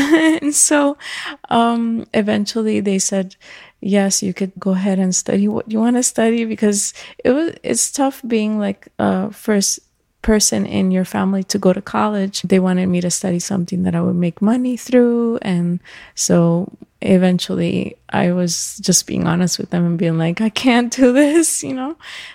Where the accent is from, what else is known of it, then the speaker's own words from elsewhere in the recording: Puerto Rico; moved away as an adult; now in Chicago, United States; I'm from Puerto Rico, but I've been living in Chicago since 2015. My husband, he's a musician and composer here, and he had so much work happening in Chicago, so we just decided to come here.